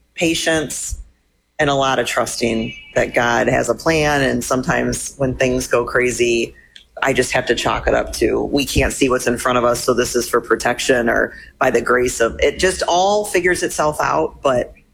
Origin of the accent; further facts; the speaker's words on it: Michigan, United States; Same. We grew up boating on Houghton Lake. My grandparents had cottages there.